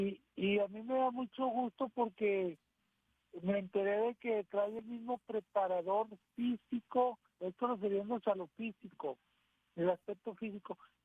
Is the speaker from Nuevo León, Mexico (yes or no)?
yes; Monterrey, Nuevo León, Mexico; yo como aficionado regio